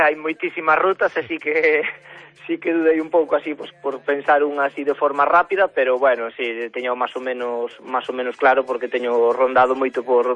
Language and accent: Galician; Vimianzo, Galicia, Spain; bueno, pues eu son de Vimianzo, sí, pero vivo en C